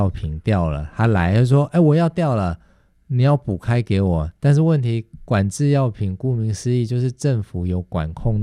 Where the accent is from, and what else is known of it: Taiwan